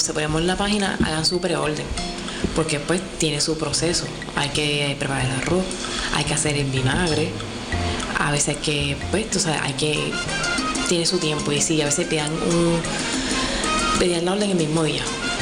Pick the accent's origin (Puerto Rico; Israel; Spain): Puerto Rico; Isabela; moved away as an adult; now in Sabana Grande, Puerto Rico; Bueno, pues soy de Isabela. Ya básicamente Sabana Grande me adoptó, como uno dice, el área.